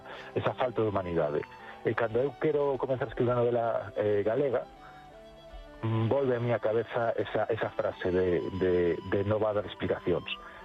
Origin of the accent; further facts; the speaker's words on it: Castile and León, Spain; Galician is a second language; now in Vigo, Spain; Eu son zamorano, aunque levo moitos anos ya por Galicia